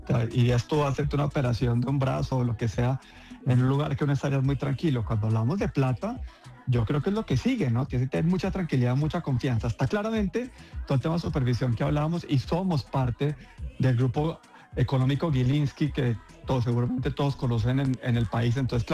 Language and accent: Spanish; Colombia